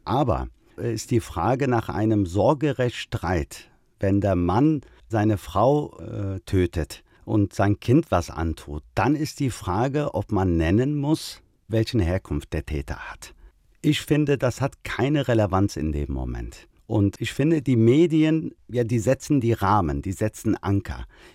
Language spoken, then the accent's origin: German; Germany; mein Bundeskanzler ist Friedrich Merz, ich lebe hier, ich bin Deutscher.